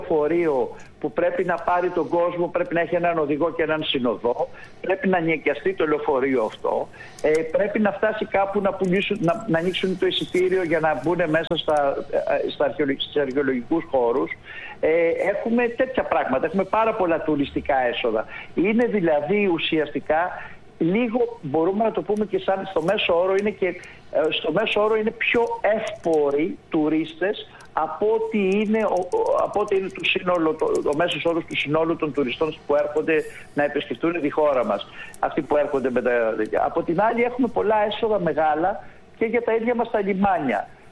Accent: Greece

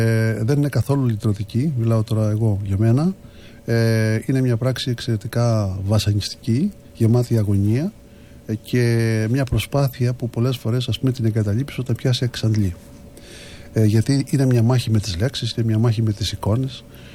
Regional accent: Anogeia, Crete, Greece; Γεννήθηκα στα Ανόγια της Κρήτης

